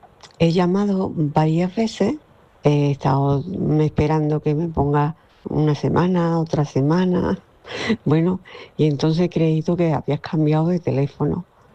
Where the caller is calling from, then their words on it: Córdoba, Andalusia, Spain; de Córdoba.